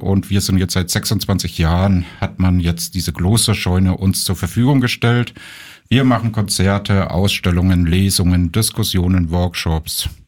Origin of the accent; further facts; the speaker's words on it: Berlin, Germany; Ja, ich komme ja auch aus Kreuzberg, jahrelang hier gelebt und gearbeitet und Sachen gemacht.